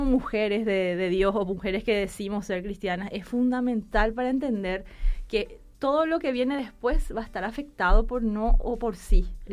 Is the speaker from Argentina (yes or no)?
yes; Argentina; born there; also born or lived in Brazil; mi mamá creció en Argentina, yo nací en Argentina